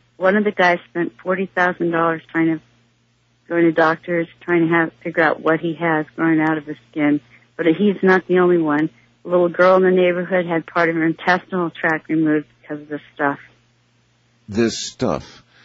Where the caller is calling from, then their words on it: Albuquerque, New Mexico, United States; I'm calling from Albuquerque